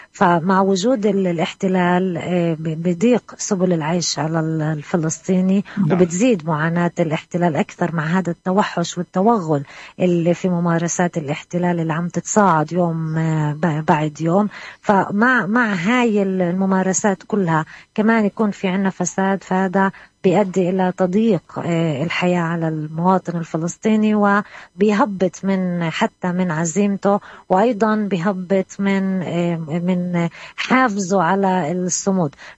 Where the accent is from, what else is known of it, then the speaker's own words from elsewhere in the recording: Palestine; وإحنا كشعب فلسطيني تحت الاحتلال